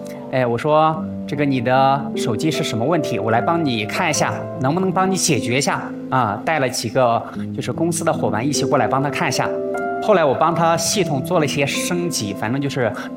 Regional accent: Luoyang, Henan, China; now in Shenzhen, China; 我老家来自河南洛阳，因为从小家里面条件非常差，就是用泥巴盖的那种房子啊

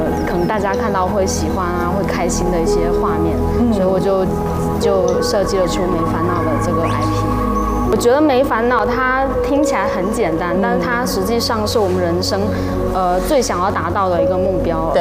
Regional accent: Xiamen, Fujian, China; 我从小也在厦门长大嘛

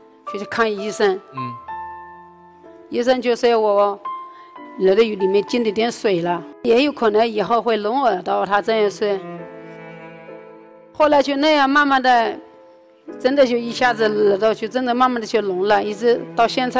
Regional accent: Jiangxi, China; ，我今年51，我来自江西省博阳镇的。

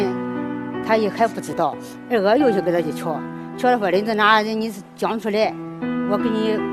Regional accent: Anhui, China; 我是安徽的。

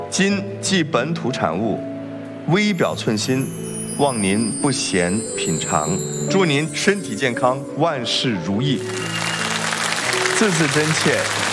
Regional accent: China; 我们中国人

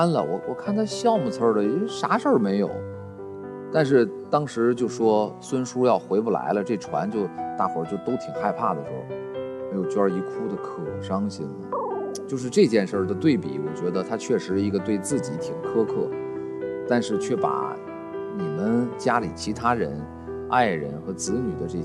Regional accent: Liaoning, China; 我的老家也是这样，就是在辽东地区

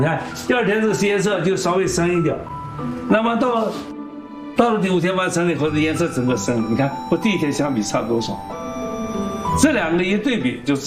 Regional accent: Shanxi, China; 我们山西人就号称我就是自己就是醋篓子、醋罐子

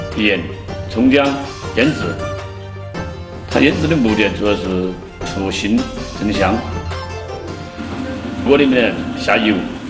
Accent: Laifeng, Chongqing, China; 我呢是一个土生土长的来凤人， … 今年呢已经49岁了，我在这个住了30多年了，从86年开始

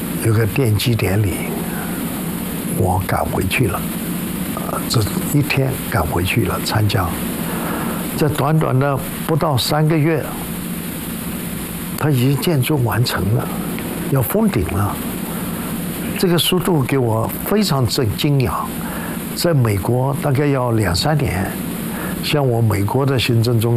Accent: China; now in United States; 我们中国人太伟大了。

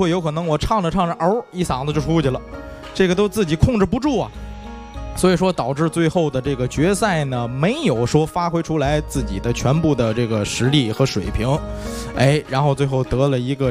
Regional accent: Tianjin, China; 然后我毕业之后赶上我的家乡天津市青年京剧团招聘

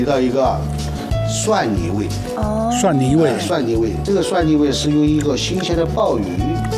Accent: Yibin, Sichuan, China; 我们宜宾一带

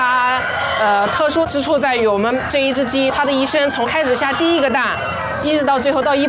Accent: China; 我们中国人的吃鸡蛋，我们都是受国外的育种公司控制的。

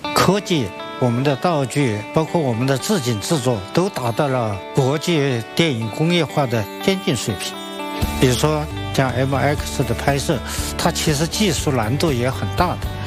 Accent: China; 我们中国人

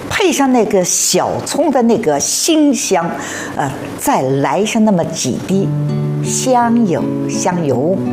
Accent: southern China, China; 我们南方人呢是偏甜口

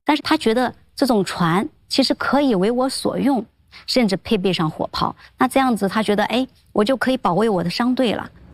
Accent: China; 当我们中国人面对西方的这种坚船利炮

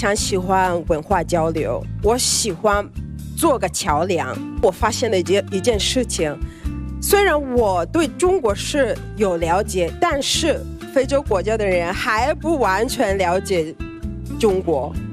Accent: Kenya; Chinese is a second language; moved away as an adult; now in China; 我是来自肯尼亚的

